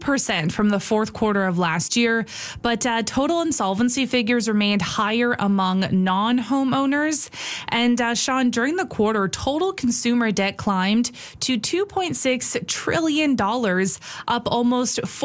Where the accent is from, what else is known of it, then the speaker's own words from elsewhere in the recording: Winnipeg, Manitoba, Canada; I'm from Winnipeg